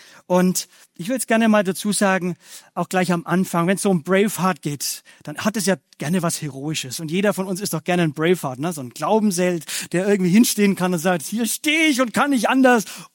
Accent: Bavaria, Germany; Bei mir, ich komme so aus dem Bayerischen, Fränkischen, habe ich ja schon gesagt

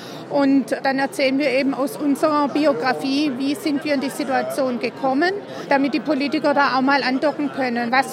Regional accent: Stuttgart, Baden-Württemberg, Germany; Ich bin Demokratieberaterin … ich komme aus Stuttgart.

